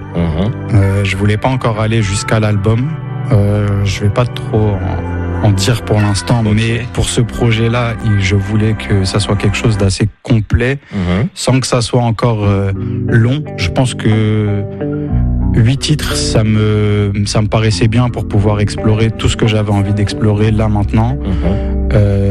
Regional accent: Morocco; Bah après faut pas oublier que je suis marocain aussi.

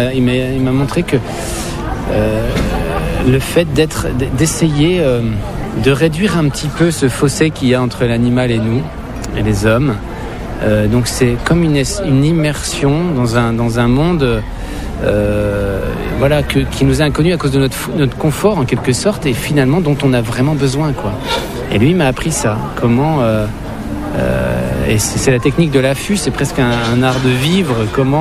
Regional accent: Grand Est, France; ça s'est passé dans nos forêts vosgiennes. et que j'ai jamais quitté finalement. Je vis toujours là où j'ai grandi quasiment.

